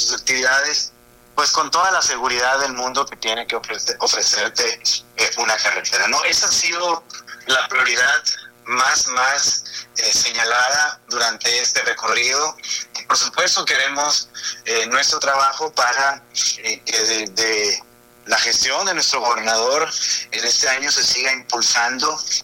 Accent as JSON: {"language": "Spanish", "town": "Hermosillo", "region": "Sonora", "country": "Mexico", "also_born_or_lived": "Mexico City", "said": "Soy de Hermosillo, tengo una trayectoria, viví 11 años en la Ciudad de México, regresé a Sonora por invitación del gobernador."}